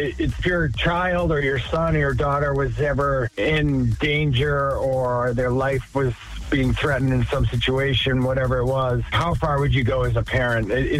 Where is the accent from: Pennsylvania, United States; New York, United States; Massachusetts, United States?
Massachusetts, United States; Plymouth; shooting in the town my mom was born in Yarmouth, Massachusetts. And then I also was able to shoot in my hometown of Plymouth, Massachusetts.